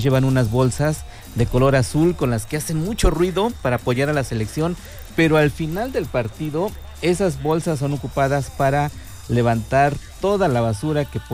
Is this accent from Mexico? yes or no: yes; Mexico